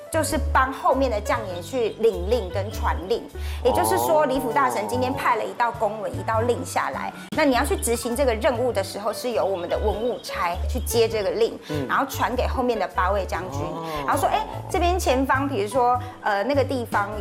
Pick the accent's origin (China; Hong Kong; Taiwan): Taiwan; Kaohsiung; moved away as an adult; also born or lived in Taipei; 写完论文毕业回来到高雄的时候，发现我家乡的吉盛堂就面临这个导管的危机